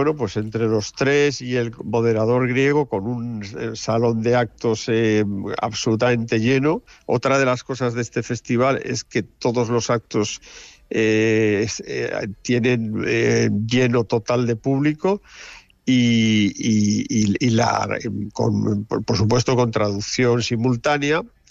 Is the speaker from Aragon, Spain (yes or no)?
yes; Barbastro, Aragon, Spain; O sea, yo soy de Barbastro. Me encuentro a uno de Binéfar en Atenas.